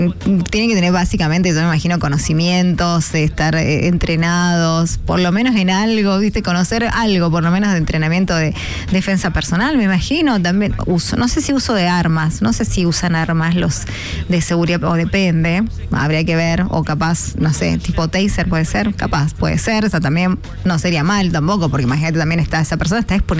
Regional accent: Mendoza, Argentina; los propios mendocinos, a ver, tampoco somos los gran sabiondos, vivimos en Mendoza

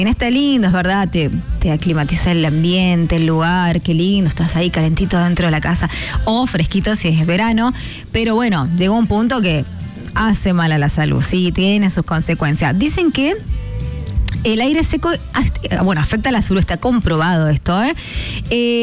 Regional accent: Mendoza, Argentina; a los mendocinos, por más que somos de Mendoza, vivimos aquí en Mendoza

